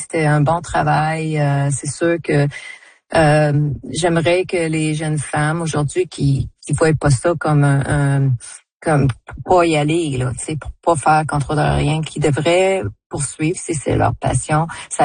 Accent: Quebec, Canada; Chez nous au Québec

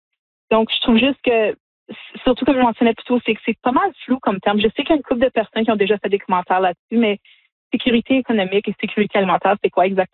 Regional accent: Sudbury, Ontario, Canada; nous, on vient de Sudbury. Donc, c'est une ville minière

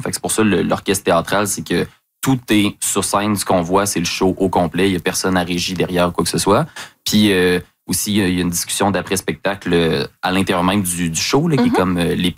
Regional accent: Lévis, Quebec, Canada; le premier endroit où j'ai travaillé à Québec après avoir passé toute mon enfance à Lévis

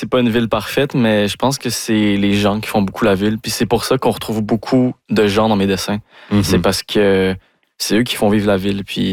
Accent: Montreal, Quebec, Canada; Ben moi, j'ai grandi à Montréal. Je suis né...

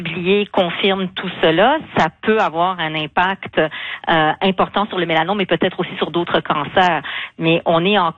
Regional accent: Canada

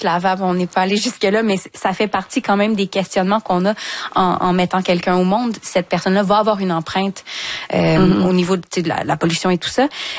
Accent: Saint-Hyacinthe, Quebec, Canada; moi, je venais du 450, je viens de Saint-Hyacinthe, donc j'avais ma voiture depuis que je suis adolescente.

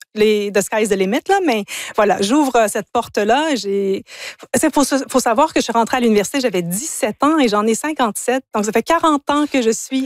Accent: Ontario, Canada; first language English; also born or lived in United States / England

